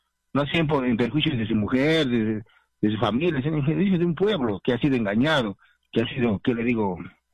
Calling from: Juliaca, Puno, Peru; De Juliaca.

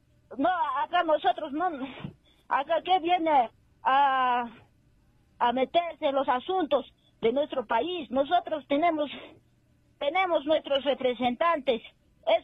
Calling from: Peru; estoy llamando de Mo.

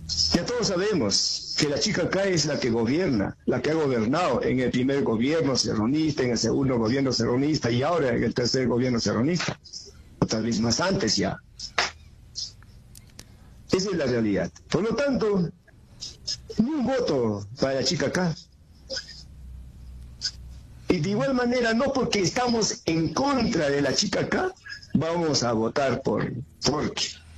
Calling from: Juliaca, Puno, Peru; desde Juliaca, Funo.

